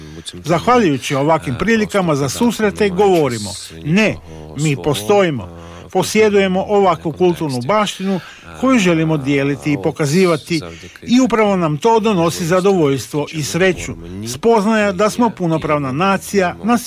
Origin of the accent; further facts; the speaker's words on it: Ukraine; Baš kao i Hrvati, i mi smo Ukrajinci, imamo hrabrosti biti svoji i razgovarati sa svijetom kroz vlastitu kulturu.